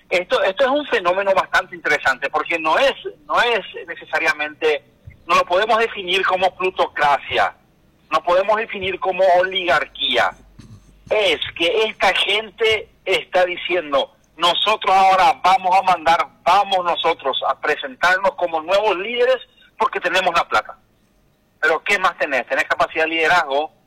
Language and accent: Spanish; Paraguay; deberíamos de interpelarnos como paraguayos también